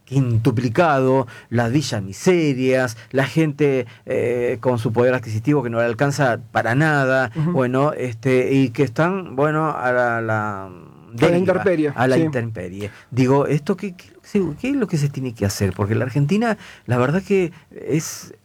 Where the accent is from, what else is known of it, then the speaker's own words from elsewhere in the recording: Peru; moved away; soy peruano